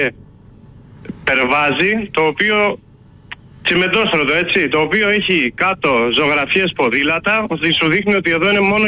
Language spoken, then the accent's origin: Greek; Athens, Attica, Greece; μεγάλωσα στο ψηδί, στο Θησίο, πρωτού γίνει πλακόστρωτο.